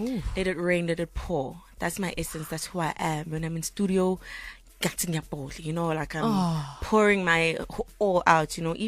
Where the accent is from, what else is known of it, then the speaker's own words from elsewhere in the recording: Port Shepstone, KwaZulu-Natal, South Africa; born there; also born or lived in Empangeni; then from there I moved to the township Ekamalike in Port Chepstone, and I think that's the place that actually groomed me as myself